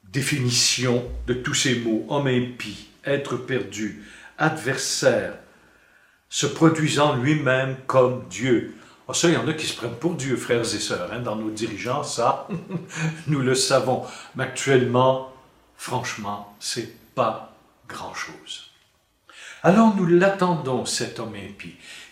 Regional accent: Quebec, Canada; Moi, je suis canadien, je suis québécois

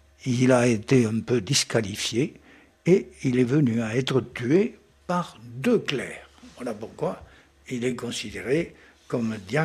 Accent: France; Et chez nous, en France

